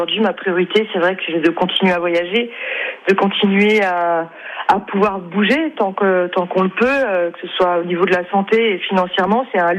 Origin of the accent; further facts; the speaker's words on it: Bourgogne-Franche-Comté, France; Oui, moi je viens de Haute-Saône. En plus, c'est une partie de la Franche-Comté.